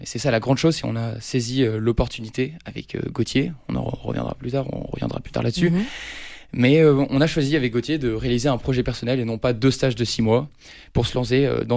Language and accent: French; Aix-en-Provence, Provence-Alpes-Côte d'Azur, France; moved away as an adult; also born or lived in Marseille; now in Lyon, France; moi je suis né à Aix et je suis aixois et je suis resté assez longtemps en Provence. Donc, j'ai fait mon lycée à La Cordère à Marseille, puis j'ai fait une prépa à Aix-en-Provence à Vauvenargues